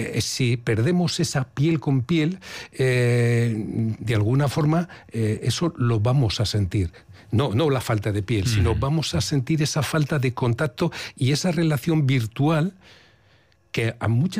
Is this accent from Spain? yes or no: yes; Bilbao, Basque Country, Spain; moved away; Yo cuando me preguntan de dónde eres, digo, de Deusto. Y luego hace tiempo que no vivo en Deusto